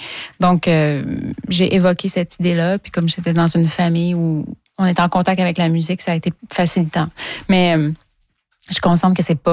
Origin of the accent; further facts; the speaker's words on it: Trois-Rivières, Quebec, Canada; moved away; je viens de Trois-Rivières. J'ai habité longtemps à Trois-Rivières